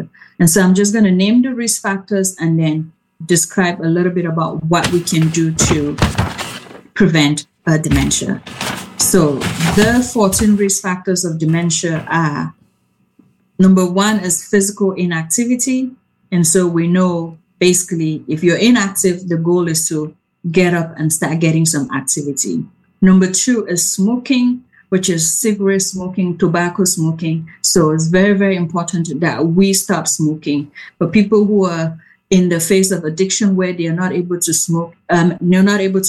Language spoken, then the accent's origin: English; Cameroon; I know I come from Cameroon and soccer is a big thing and a lot of heading of the ball.